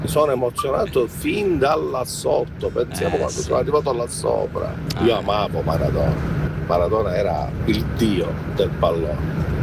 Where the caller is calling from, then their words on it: Villabate, Sicily, Italy; da Villabate. Cioè, io da palermitano